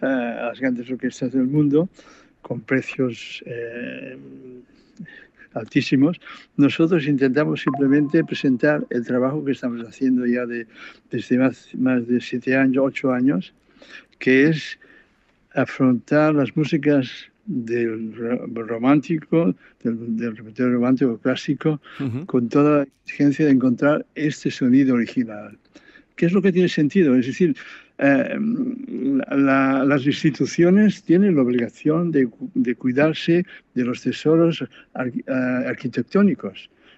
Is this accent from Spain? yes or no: yes; Catalonia, Spain